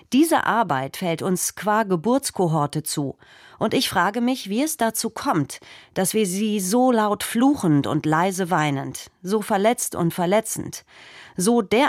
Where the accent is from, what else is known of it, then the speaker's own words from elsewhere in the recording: Potsdam, Brandenburg, Germany; Ich bin 1987 in Potsdam geboren und im Nachwende-Osten groß geworden.